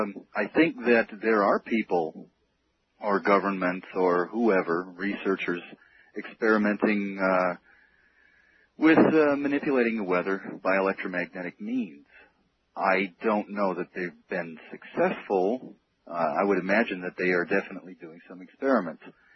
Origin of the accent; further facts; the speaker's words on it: Canada; Well, I'm Canadian French.